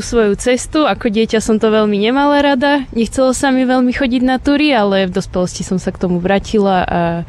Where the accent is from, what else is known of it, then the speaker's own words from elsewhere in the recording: Poprad, Prešov Region, Slovakia; Tak ja som z Popradu, pod horami som sa narodila